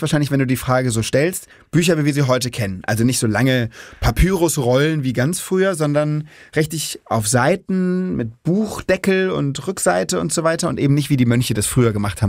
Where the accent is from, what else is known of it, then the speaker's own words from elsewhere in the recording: Mainz, Rhineland-Palatinate, Germany; ich komme auch aus Mainz